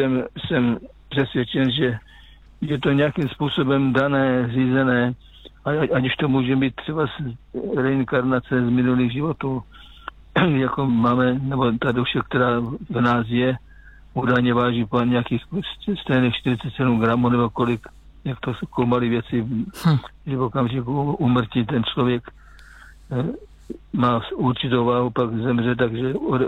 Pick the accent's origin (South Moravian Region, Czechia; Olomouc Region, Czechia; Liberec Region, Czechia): South Moravian Region, Czechia; Žeravice; now in Kopřivnice, Czechia; já jsem v Teraz Kopřivnici, ale vyrůstal jsem v Žeravicích, takže to je 6 km od Brzence.